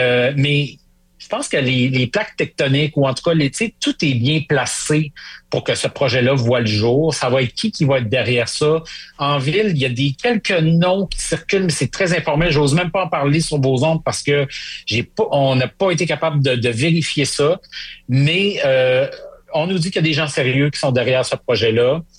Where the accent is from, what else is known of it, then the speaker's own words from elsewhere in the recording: Saguenay, Quebec, Canada; Moi, j'ai grandi au Saguenay.